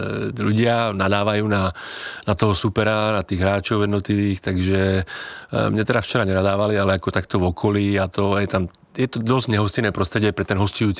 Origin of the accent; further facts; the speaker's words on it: Slovakia; now in Czech Republic; To je pravda, jako fandím samozřejmě i českému národňáku, ale stále jsem Slovák, takže prvom radě slovenskému.